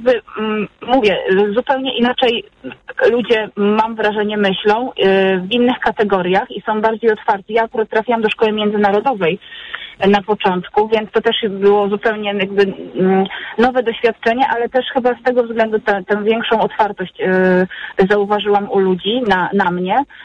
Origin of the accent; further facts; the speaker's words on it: Masovian Voivodeship, Poland; Ja jestem z Mazowsza i nie znam takich miejsc.